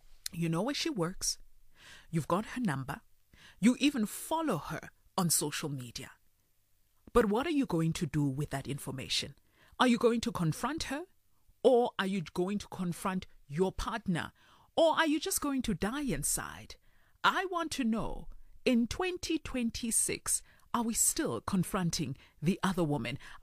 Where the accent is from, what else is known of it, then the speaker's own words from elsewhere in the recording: Johannesburg, Gauteng, South Africa; my home girl, coming from my hometown, especially like Diepkloof. I'm from Zone 5 and she's from Zone 4.